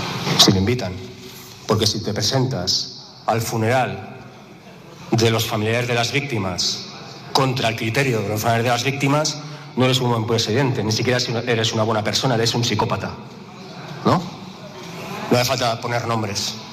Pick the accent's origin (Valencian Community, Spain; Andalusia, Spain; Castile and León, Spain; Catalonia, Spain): Catalonia, Spain; Yo soy catalán, yo soy independentista, yo soy republicano. Y Cataluña vota diferente.